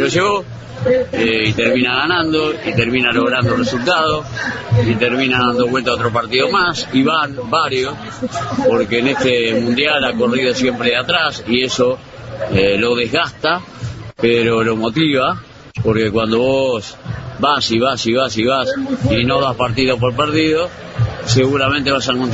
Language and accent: Spanish; Uruguay; sentimos como periodistas, pero también como uruguayos